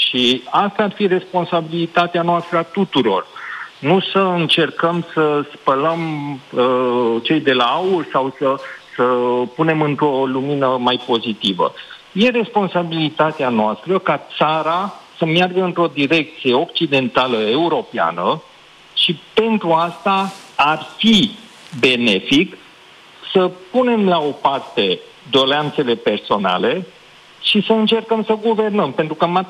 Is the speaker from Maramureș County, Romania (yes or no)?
no; Satu Mare County, Romania; eu sunt din Satul Mare.